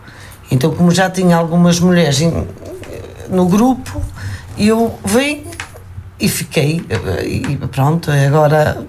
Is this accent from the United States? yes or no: no; Santa Maria de Lamas, Aveiro, Portugal; now in Lourosa, Portugal; Eu sou natural de Santa Maria de Lamas, embora esteja a residir em Lourosa.